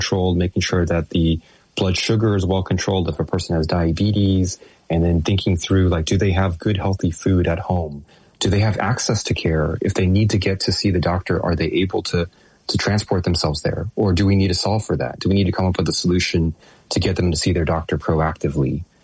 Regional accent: Texas, United States; I grew up in Texas playing football.

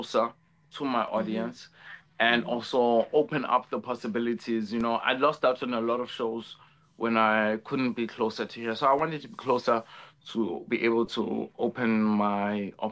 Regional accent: South Africa; now in France; I was also from South Africa

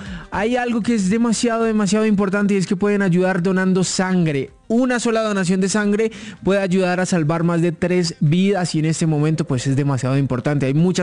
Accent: Colombia; cuando nos unimos como colombianos

